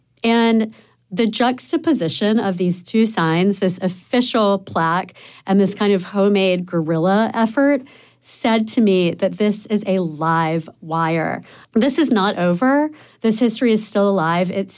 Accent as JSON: {"language": "English", "town": "Wilmington", "region": "North Carolina", "country": "United States", "tie": "born or raised there", "moved": "yes", "said": "I grew up here in Wilmington, I should say."}